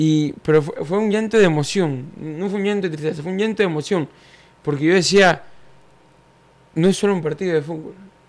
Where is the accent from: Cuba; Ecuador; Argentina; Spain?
Ecuador; yo soy ecuatoriano, orgullosamente ecuatoriano